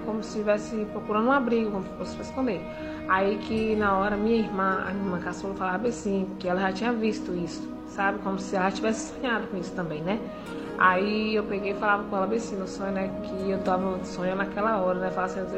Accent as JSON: {"language": "Portuguese", "town": "Brumado", "region": "Bahia", "country": "Brazil", "said": "sou da cidade de Brumado, Bahia."}